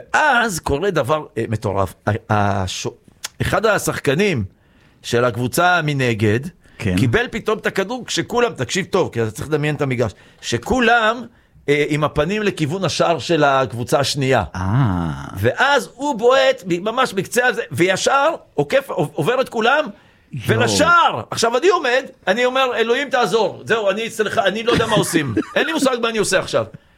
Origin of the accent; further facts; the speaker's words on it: Kiryat Yam, Haifa District, Israel; אני גדלתי בקריית ים.